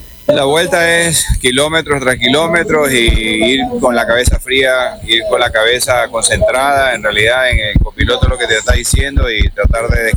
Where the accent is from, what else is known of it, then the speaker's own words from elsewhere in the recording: Coast, Ecuador; yo como costeño me coge un poquito de altura